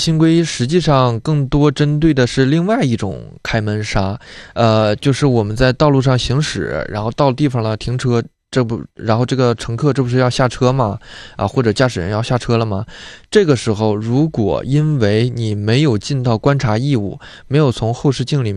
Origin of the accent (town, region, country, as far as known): Northeast China, China